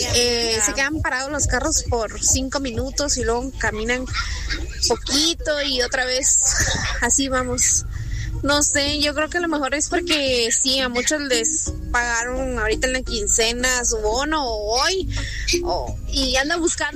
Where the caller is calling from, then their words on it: San Lucas Sacatepéquez, Sacatepéquez, Guatemala; Voy para San Lucas porque vivo en San Lucas.